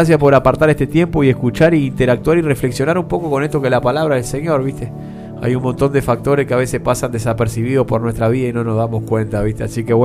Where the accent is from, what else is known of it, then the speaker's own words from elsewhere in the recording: Treinta y Tres, Uruguay; moved away; de mi pueblo ahí, 33.